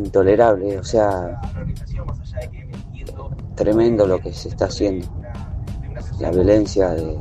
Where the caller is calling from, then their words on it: Buenos Aires, Argentina; de Villa Cerrito.